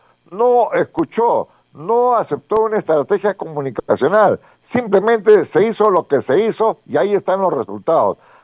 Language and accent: Spanish; Peru; antes que todo somos peruanos, somos patriotas.